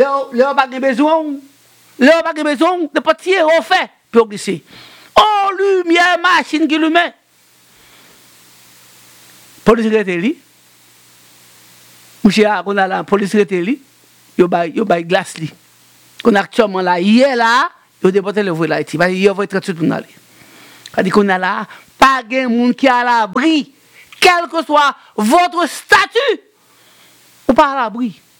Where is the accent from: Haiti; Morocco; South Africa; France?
Haiti; Vous voyez là, on est haïtien américain, carrément, vous voyez là, les Haïti.